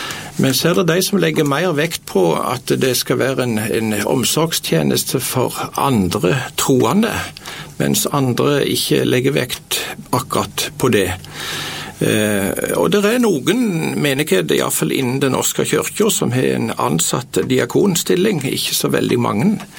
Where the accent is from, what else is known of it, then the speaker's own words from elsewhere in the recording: Varhaug, Rogaland, Norway; moved away as an adult; now in Nærbø, Norway; jeg er født og oppvaksen på Varhaug